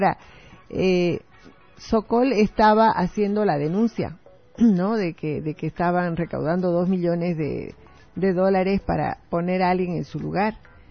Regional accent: Bolivia; a mí me duele como boliviana

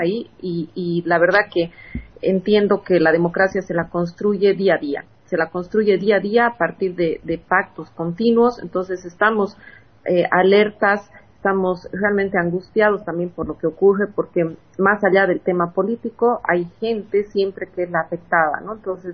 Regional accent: Tarija, Bolivia; Y tenemos 11 municipios, además con una diversidad. Tenemos altiplano y Chaco.

